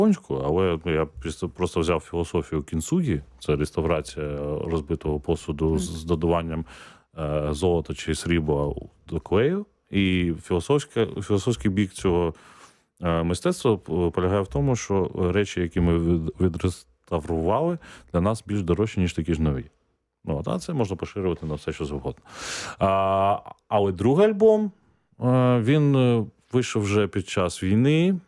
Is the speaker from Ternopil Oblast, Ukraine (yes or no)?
no; Odesa, Odesa Oblast, Ukraine; я от такий от я неправильний одесит, хоча я народився в Одесі